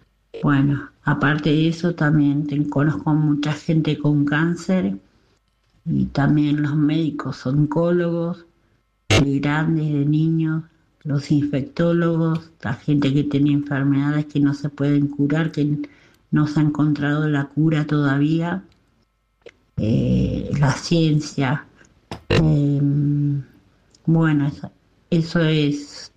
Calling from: San Justo, Buenos Aires Province, Argentina; de San Justo

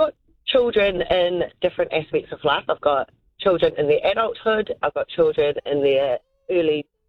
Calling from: Christchurch, Canterbury, New Zealand; we're from Christchurch, so my oldest daughter went through the earthquakes

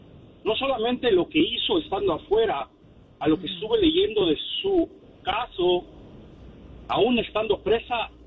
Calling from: Las Vegas, Nevada, United States; Ahorita ando aquí en Arizona, pero vivo en Las Vegas.

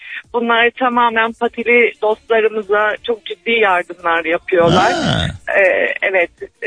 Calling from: Ankara, Turkey; ben Ankara'dan arıyorum.

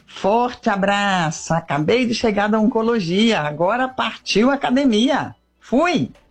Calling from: Minas Gerais, Brazil

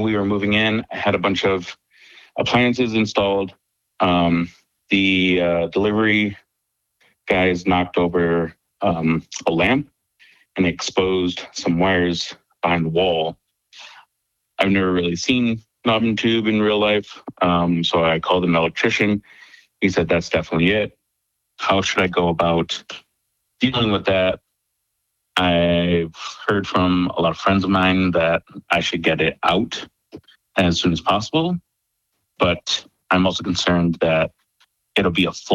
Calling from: Milwaukee, Wisconsin, United States; I'm calling from Milwaukee, Wisconsin.

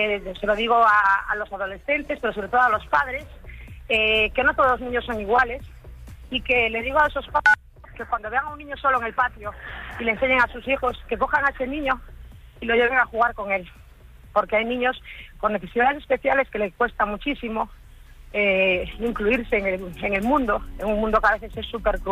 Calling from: Vigo, Galicia, Spain; Soy de Vigo.

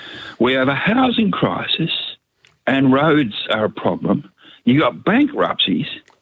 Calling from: South Australia, Australia; And what I saw last night in West Australia, and I'm ringing from South Australia

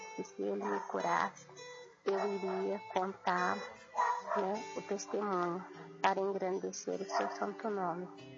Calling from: Jacareí, São Paulo, Brazil; sou de Jacareí.

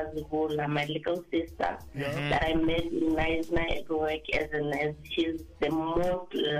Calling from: Limpopo, South Africa; from Limpopo, originally

